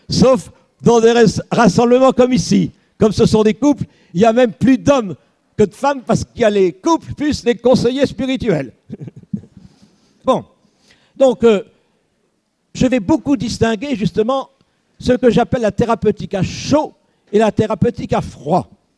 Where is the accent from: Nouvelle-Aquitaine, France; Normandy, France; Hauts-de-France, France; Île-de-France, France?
Hauts-de-France, France; Valenciennes; born or raised there